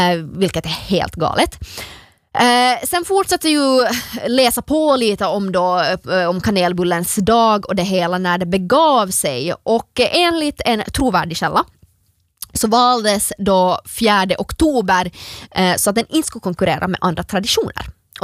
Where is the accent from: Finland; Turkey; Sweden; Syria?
Finland; som finlandssvensk